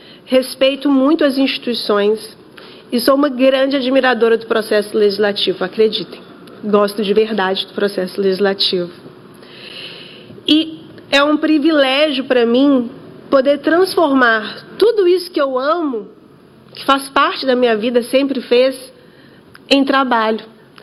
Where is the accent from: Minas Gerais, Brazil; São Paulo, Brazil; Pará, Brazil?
Minas Gerais, Brazil; eu, como mineira, devo tudo a Minas. Foi onde eu nasci, onde eu cresci, foi onde eu comecei a minha vida de relações governamentais